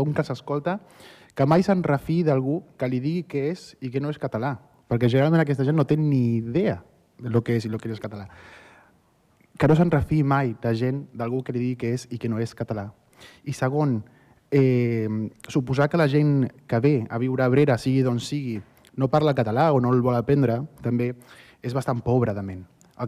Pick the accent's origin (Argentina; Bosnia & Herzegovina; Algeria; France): Argentina; now in Spain; Jo mateix sóc immigrant, orgullós, fill de la immersió lingüística. Jo mateix sóc català i argentí, per molt que els hi pesi a alguns, no? Que em diguin a mi que no sóc català.